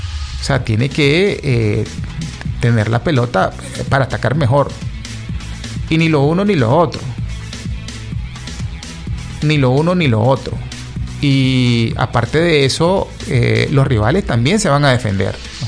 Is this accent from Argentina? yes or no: no; Nicaragua; Y soy Nica y me gusta bastante el fútbol